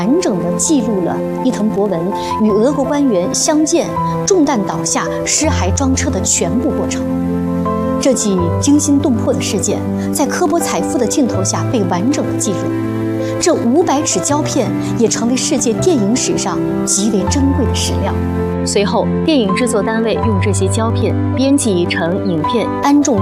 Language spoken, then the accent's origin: Chinese; Heilongjiang, China; 咱们黑龙江土生土长的戏曲品种，也是咱们龙江人最爱看的